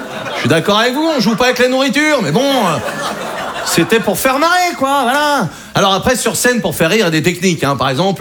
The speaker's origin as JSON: {"language": "French", "region": "Brittany", "country": "France", "said": "je suis breton, j'ai 21 ans"}